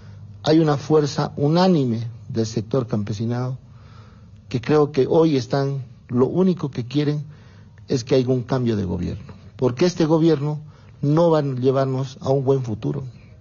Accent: La Paz, Bolivia; now in Cochabamba, Bolivia; Yo también vengo de estos lugares, vivo en Cochabamba

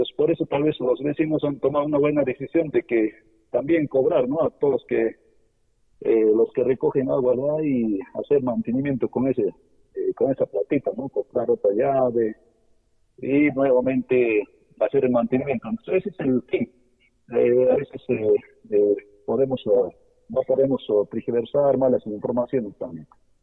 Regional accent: Cotabambas, Apurímac, Peru; como buenos cotabambinos, peruanos

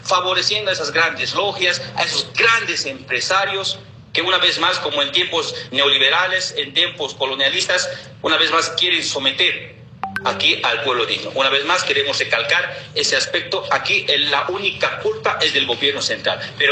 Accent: Bolivia; ha dado cátedra de cómo se gobierna un país a favor de todos los que somos bolivianos y bolivianas.

